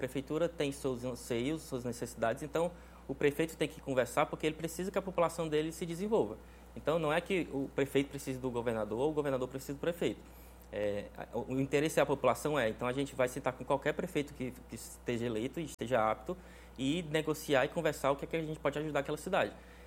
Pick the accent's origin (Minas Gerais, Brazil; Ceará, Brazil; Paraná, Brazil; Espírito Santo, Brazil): Ceará, Brazil; Crateús; Eu sou de Crateús, uma cidade que eu amo muito